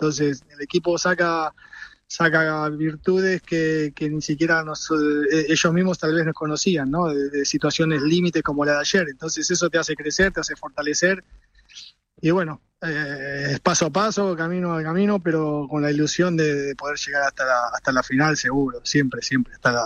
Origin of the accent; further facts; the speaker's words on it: Argentina; la verdad, como argentinos a nosotros nos ilusiona muchísimo